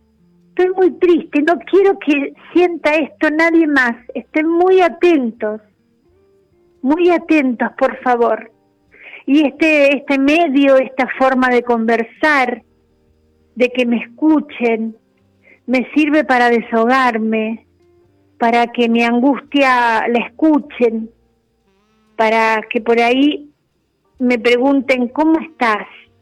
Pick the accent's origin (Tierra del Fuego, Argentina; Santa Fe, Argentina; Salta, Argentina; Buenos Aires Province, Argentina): Buenos Aires Province, Argentina; Mercedes; Soy de Mercedes, Buenos Aires.